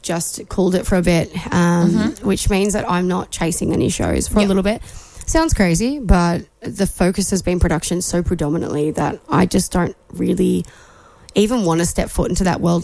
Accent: Australia; no, I'm actually Australian.

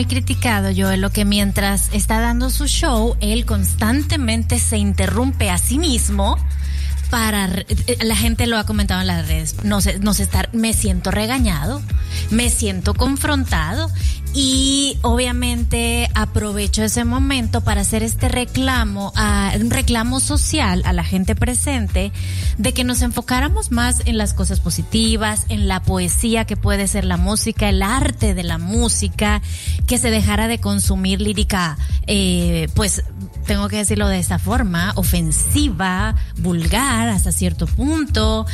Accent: Puerto Rico

